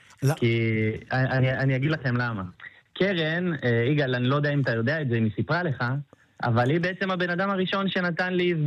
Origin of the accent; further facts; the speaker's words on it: Beersheba, Southern District, Israel; אני גדלתי בין שכונה א' לשכונה ד' בבאר שבע.